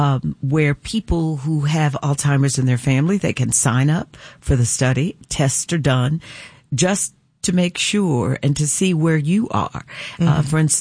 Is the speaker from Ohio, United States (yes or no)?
no; Louisville, Kentucky, United States; So, you know, I grew up in Smoketown in Louisville, Kentucky.